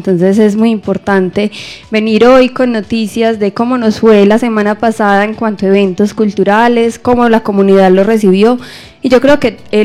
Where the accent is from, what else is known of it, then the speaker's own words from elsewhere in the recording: Entrerríos, Antioquia, Colombia; nuestra identidad como entrerrieños, como antioqueños y como colombianos también.